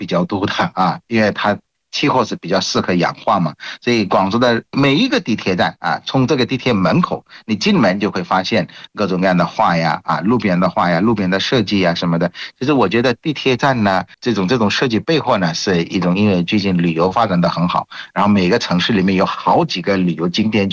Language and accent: Chinese; Bangladesh; 我们国家首都叫打卡